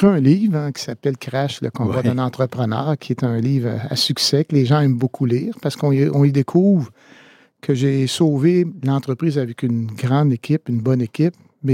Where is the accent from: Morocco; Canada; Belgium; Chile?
Canada; Quebec; Ben, je suis Beauceron, évidemment, oui.